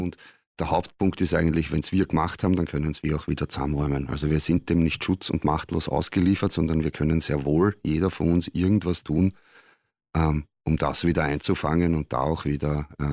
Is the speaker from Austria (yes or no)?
yes; Wiener Neustadt, Lower Austria, Austria; ich bin geboren Mitte der 80er, schon wesentlich verändert haben. Auch die Badeseen meiner Jugend, ich komme aus Wiener Neustadt